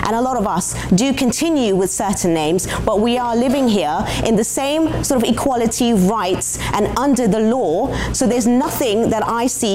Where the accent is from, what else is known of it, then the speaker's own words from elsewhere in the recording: South Africa; I'm from South Africa.